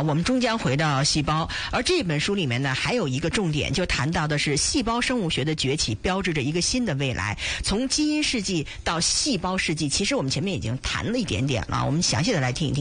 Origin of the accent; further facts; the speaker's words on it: China; 特别适合我们中国人阅读的短句子